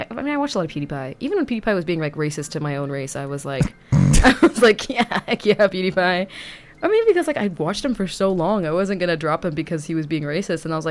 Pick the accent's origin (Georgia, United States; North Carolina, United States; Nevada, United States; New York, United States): Georgia, United States; growing up in Georgia